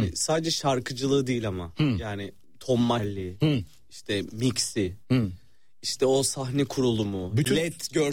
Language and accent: Turkish; Salihli, Manisa, Turkey; moved away; benim memleketim